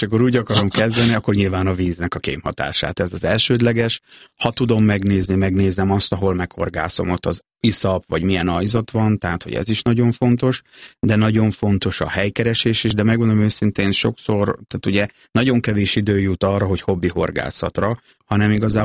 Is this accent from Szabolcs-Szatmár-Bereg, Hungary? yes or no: yes; Nyíregyháza, Szabolcs-Szatmár-Bereg, Hungary; mi ott ugye nyíregyháziként Tiszalökre sokat jártunk ki